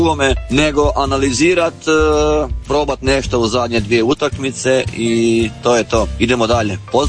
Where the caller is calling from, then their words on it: Croatia; Mi smo Hrvati